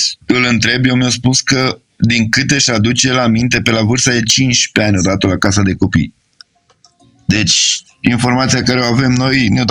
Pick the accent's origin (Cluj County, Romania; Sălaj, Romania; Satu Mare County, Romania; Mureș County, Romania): Mureș County, Romania; Sighișoara; Nem, én Segesvárt vagyok, Segesvári vagyok.